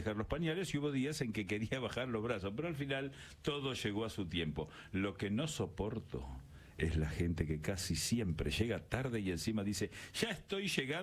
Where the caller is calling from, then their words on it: Villa Ballester, Buenos Aires Province, Argentina; de Villa Ballester.